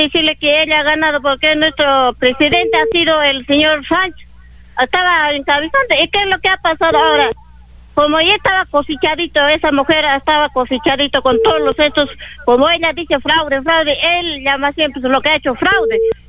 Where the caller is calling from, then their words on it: Peru; estamos tal como estamos peruanos